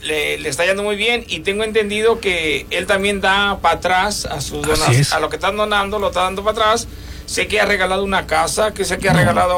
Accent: Nuevo León, Mexico; now in Bryan, United States; el mercado en mi pueblo, el mercado Juárez allá en Doctor Río Nuevo León

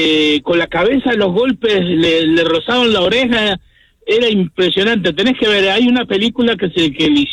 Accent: Uruguay; Yo soy de Uruguay, Es un argentino que le decían el intocable.

